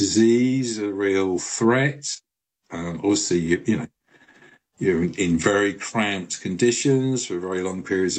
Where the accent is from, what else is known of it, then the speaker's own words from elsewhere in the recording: London, United Kingdom; and as a Londoner, I'm fascinated by at that point the biggest city in Europe, the most dynamic city.